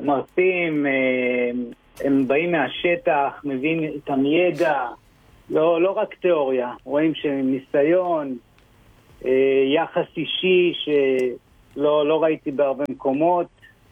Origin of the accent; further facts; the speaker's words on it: Nahariya, Northern District, Israel; אני בן 44, מנהריה.